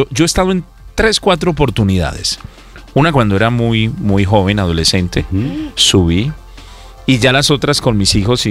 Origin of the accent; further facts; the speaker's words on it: Colombia; now in Switzerland; Ese es mi pueblo, Colombia.